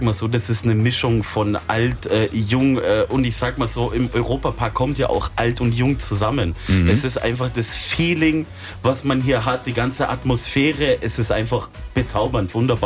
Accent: Dingolfing, Bavaria, Germany; Wir kommen ja aus Dingolfing, also wir führen dort ein Recyclingunternehmen, jetzt in zweiter Generation.

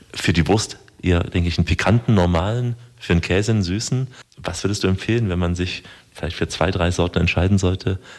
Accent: Saxony, Germany; Als Sachse kennt man den Bautzner.

